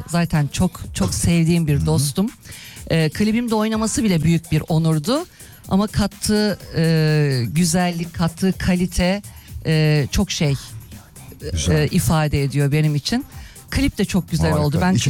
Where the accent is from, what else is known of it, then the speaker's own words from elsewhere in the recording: Istanbul, Turkey; also born or lived in Ankara; Ankara'da doğdum ama İstanbulluyum diyeceğim. Çünkü 12 yaşımdan beri İstanbul'da yaşıyorum ama doğum yerim Ankara.